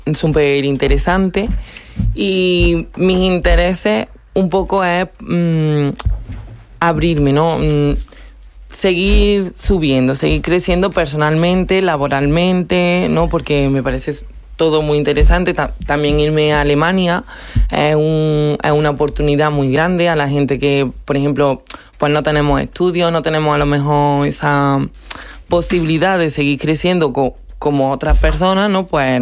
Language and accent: Spanish; Córdoba, Andalusia, Spain; 22 añitos. Soy de aquí de Córdoba